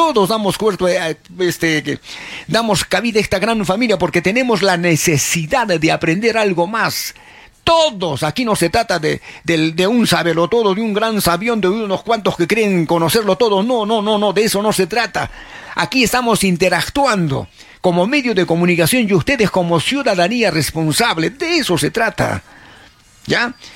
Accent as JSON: {"language": "Spanish", "country": "Peru", "said": "¿Qué cosa somos los peruanos, por Dios?"}